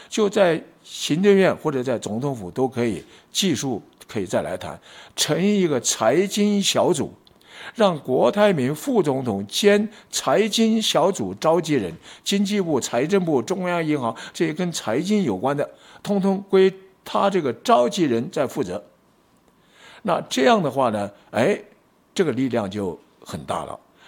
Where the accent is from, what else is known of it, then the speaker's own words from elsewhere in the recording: Taiwan; 还要变成我们台湾人民中千古的罪人？